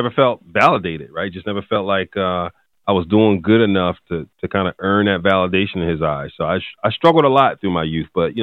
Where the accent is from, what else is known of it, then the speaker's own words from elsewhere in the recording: Philadelphia, Pennsylvania, United States; Well, you know, North Philly was tough back then. 8th and Butler was considered at that time, man, the drug capital of the world